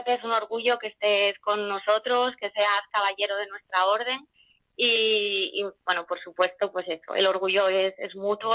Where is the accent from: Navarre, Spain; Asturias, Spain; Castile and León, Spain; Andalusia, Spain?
Asturias, Spain; moved away as an adult; also born or lived in Madrid; now in southern Spain; Yo nací en Asturias, crecí en Asturias, pero bueno, en un momento dado de mi vida, pues yo estaba trabajando en Madrid y bueno, pues tuve la oportunidad de venir a vivir al sur.